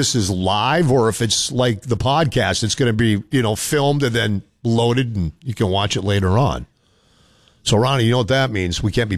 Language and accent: English; Minnesota, United States; moved away; born and raised on Minnesota's Iron Range. Love my home state.